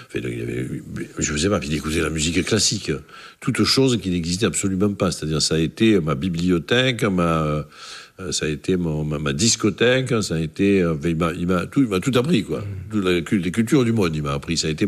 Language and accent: French; Marseille, Provence-Alpes-Côte d'Azur, France; Et je n'étais même pas marseillais, j'étais de l'Estaque, hein, enfin, j'étais de ce quartier-là.